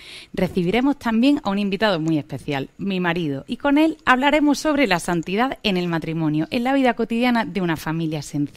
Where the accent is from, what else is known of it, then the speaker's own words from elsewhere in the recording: Spain; moved away as an adult; now in Argentina; española casada con un argentino